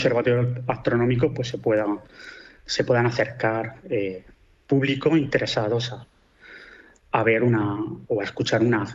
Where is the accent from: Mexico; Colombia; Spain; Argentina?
Spain; Region of Murcia; muy desconocido, incluso para los que somos de Murcia